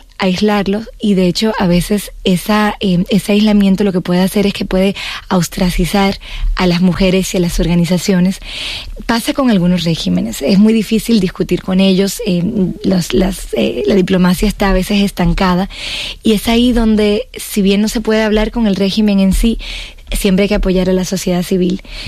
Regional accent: Dominican Republic; also born or lived in Madrid, Spain; La verdad es que soy franco-dominicana. Yeah. Y de hecho crecí en el Caribe. Mi mamá es dominicana y viví en Madrid hasta hace poco y me siento muy española.

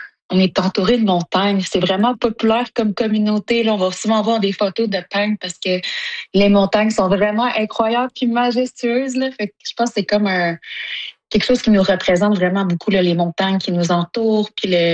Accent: Sept-Îles, Quebec, Canada; moved away as an adult; Ben, moi j'ai grandi à Sept-Îles parce que j'étais avec mon père. Puis ma mère est la ville de Iqaluit. Puis j'ai déménagé là quand j'avais 19 ans.

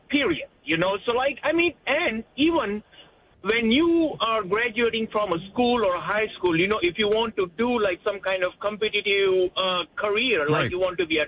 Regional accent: India; moved away; I am from India.

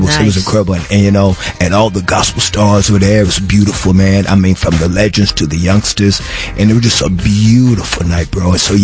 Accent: Fort Worth, Texas, United States; You know, I'm from Fort Worth, Texas, you know, raised on government cheese.

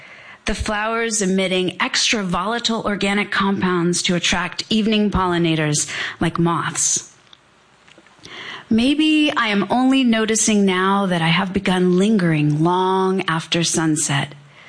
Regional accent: Providence, Rhode Island, United States; I grew up in Providence, Rhode Island.

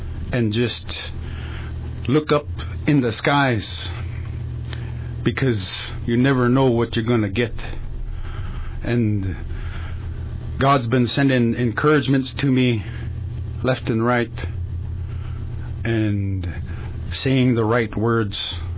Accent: Bethel, Alaska, United States; also born or lived in Anchorage, Alaska; I'm from Bethel, Alaska. I was born in Anchorage, raised here in Bethel.

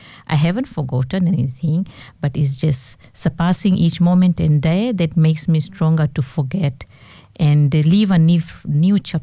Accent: India; Actually, I'm an Indian.

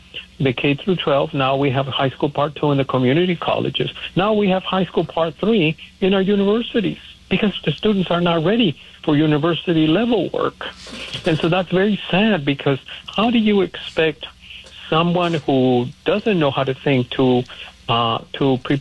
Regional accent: Hawthorne, California, United States; Because I grew up in the South Bay. I grew up in Hawthorne.

